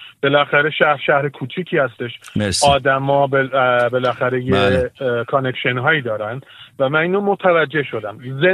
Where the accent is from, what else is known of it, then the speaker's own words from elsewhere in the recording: Ardabil, Ardabil Province, Iran; منم اهل اردبیل هستم،